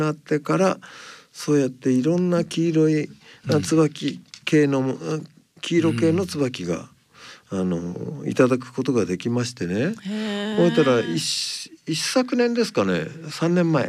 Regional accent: Hakodate, Hokkaido, Japan; 僕の出身の函館ってすごく、

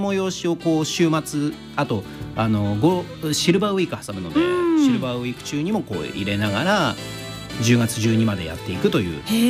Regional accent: Toyama, Japan; まあ、私の出身地であり現在も住んでいるということで、うん、富山県のイベントをちょっとご紹介させていただきたいと思います。

